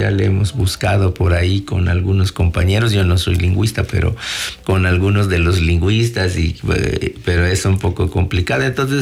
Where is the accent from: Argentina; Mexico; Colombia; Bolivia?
Mexico; Huasteca; la mayoría de los que somos de la Huasteca